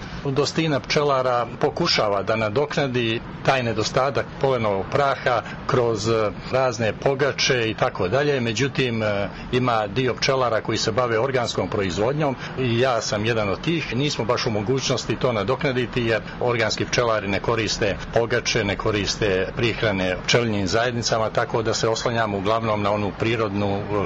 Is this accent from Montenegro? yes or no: yes; Montenegro; Poznato je da su velike suše i vrućine kod nas u Crnoj Gori, što značajno utiče na naše pčele.